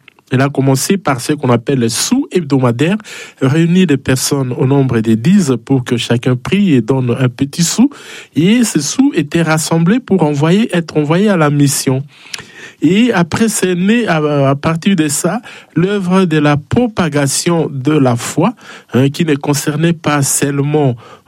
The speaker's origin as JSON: {"language": "French", "country": "DR Congo", "moved": "as an adult", "said": "je suis congolais d'origine, de la République démocratique du Congo"}